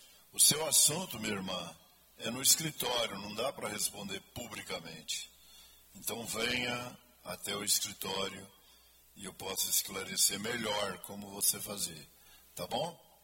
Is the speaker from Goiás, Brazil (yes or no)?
yes; Goiás, Brazil; moved away